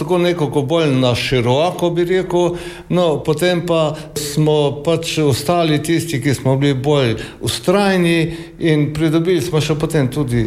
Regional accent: Laško, Savinja, Slovenia; born there; iz Laškega, rojen sem bil v Hribih

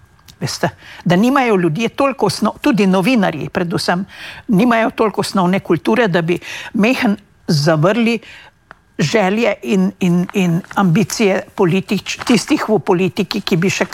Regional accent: Savinja, Slovenia; now in Spain; sama izhajam iz Zgornje Savinjske doline

